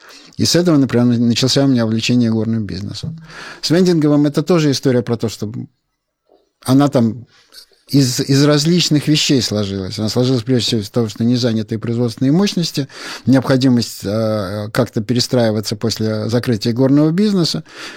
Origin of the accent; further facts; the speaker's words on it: Saint Petersburg, Russia; now in Moscow, Russia; я как питерский человек, мне, в принципе, нравится рюмочная, и у меня была большая традиции их посещения и так далее. И я думаю, ну как же так, в Москве нету рюмочных.